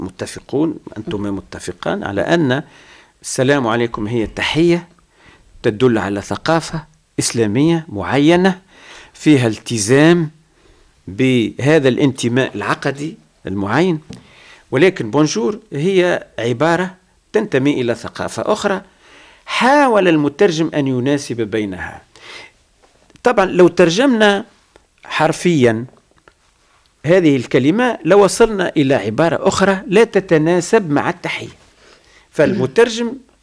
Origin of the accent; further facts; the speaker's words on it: Tunisia; عندنا في تونس